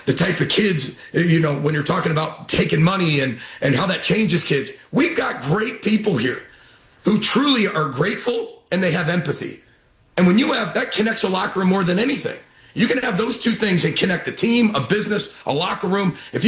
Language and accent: English; Midwest, United States; I mean, I love the Big Ten. I grew up in the Midwest. I've been a Big Ten fan forever.